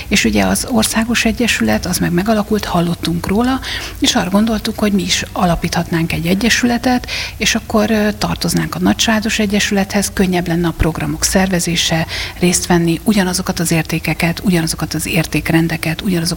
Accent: Veszprém, Veszprém County, Hungary; Vidékről származom, veszprémi vagyok, tehát Veszprémben éltem

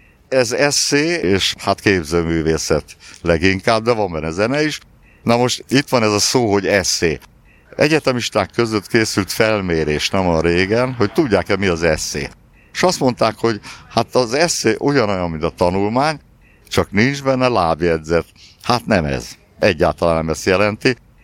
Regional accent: Csepel, Budapest, Hungary; mivel csepeli vagyok

